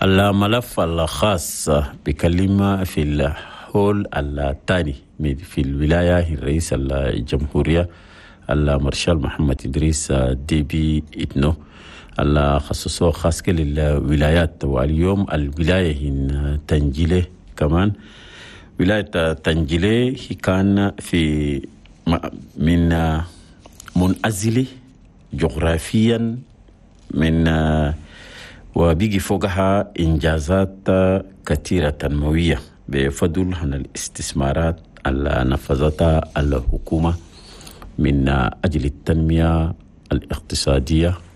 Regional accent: Chad; وبسأل الله من أجل العافية والاستقرار والأمن والسلام الدائم في بلدنا تشاد

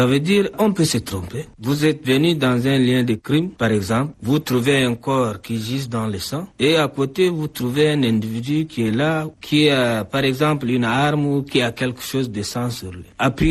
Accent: Chad; chez nous au Tchad

